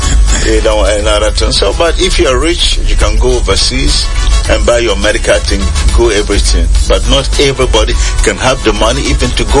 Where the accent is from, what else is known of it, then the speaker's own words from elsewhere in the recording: Yendi, Northern Region, Ghana; also born or lived in Tamale; I come from a very poor family. Even though my parents were shanties and I was raised up in Yendi and Tamale, but I served the Lord.